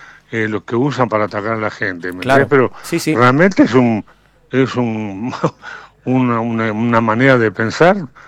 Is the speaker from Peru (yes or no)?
no; Uruguay; soy latino uruguayo de un país pequeño